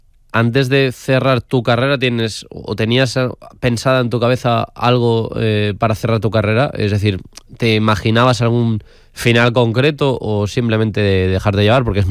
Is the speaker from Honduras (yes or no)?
no; Valencian Community, Spain; Es que yo siempre la defiendo más que, o sea, porque evidentemente soy valenciano